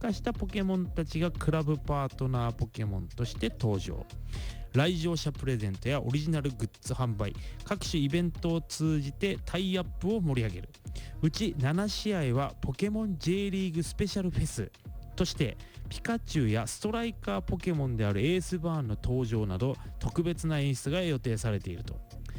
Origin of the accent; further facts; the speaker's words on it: Ibaraki, Japan; で我らが茨城ですよ、もう俺の地元ね、隣に事務所はあっけど、俺の地元は鹿島アントラーズなわけだ。